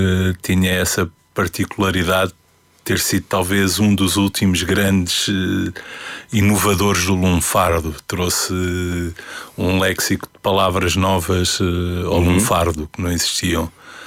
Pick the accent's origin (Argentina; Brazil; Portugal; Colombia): Portugal; Lisbon; born there; Nasci no Príncipe Real.